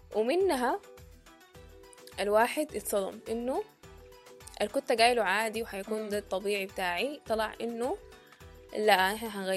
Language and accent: Arabic; Sudan; moved away as an adult; عندنا في السودان